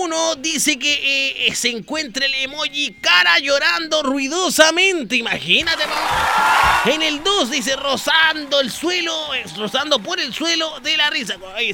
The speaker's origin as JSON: {"language": "Spanish", "country": "Mexico", "said": "La verdad que soy mexicano, se me olvida de repente."}